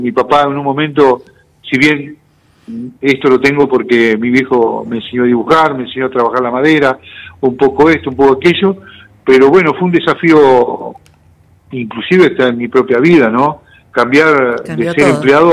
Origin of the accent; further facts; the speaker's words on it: Neuquén, Argentina; Y yo tengo, si yo vengo de Neuquén, en Neuquén tengo en el barrio Melipal tengo un dinosaurio